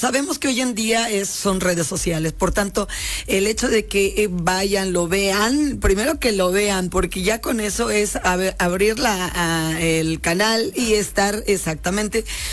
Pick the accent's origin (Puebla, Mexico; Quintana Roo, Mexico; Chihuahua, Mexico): Puebla, Mexico; los cuatro somos poblanos